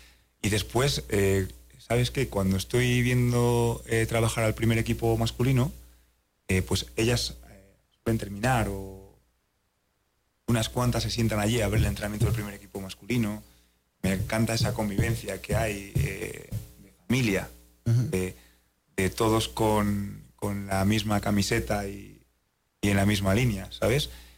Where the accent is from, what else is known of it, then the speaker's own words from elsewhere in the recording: León, Castile and León, Spain; now in Galicia, Spain; yo soy de León, pero bueno, vivo en Galicia, allí en España.